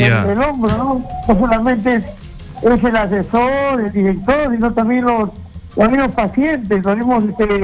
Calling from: Lima, Peru; Vamos acá de Zárate

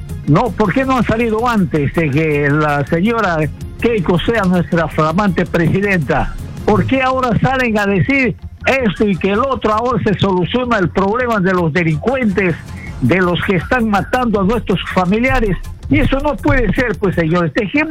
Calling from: Iquitos, Loreto, Peru; de Iquitos

